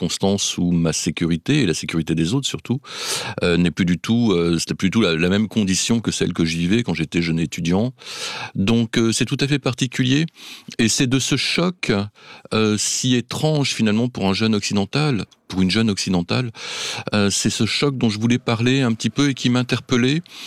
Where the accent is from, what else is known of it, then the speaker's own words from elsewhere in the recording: France; Enfin, je parle pour les Français, hein, pas pour les Suisses.